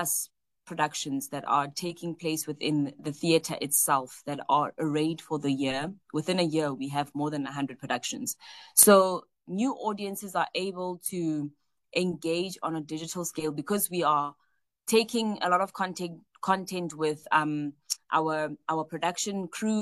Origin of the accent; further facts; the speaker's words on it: South Africa; who I am as a South African.